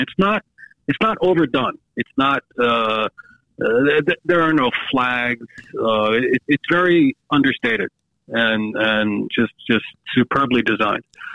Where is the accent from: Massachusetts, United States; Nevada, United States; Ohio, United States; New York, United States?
Massachusetts, United States; Boston; my hometown airport, Boston Logan